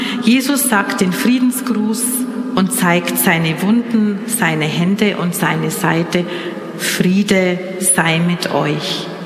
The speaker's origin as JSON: {"language": "German", "region": "Bavaria", "country": "Germany", "said": "für mich als Deutsche, als Bayerin"}